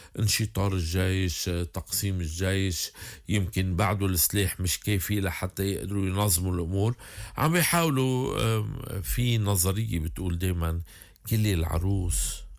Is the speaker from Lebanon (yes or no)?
yes; Lebanon; أنا كلبناني ضرتني،